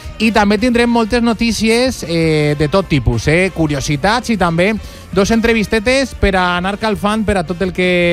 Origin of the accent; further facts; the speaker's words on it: Valencian Community, Spain; som valencians, i molt, però també espanyols.